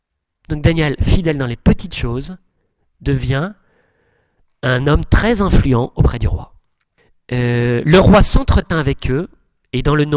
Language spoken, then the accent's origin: French; south of France, France; Mais comme je viens du Sud, vous voyez, j'avais un peu enflé l'affaire.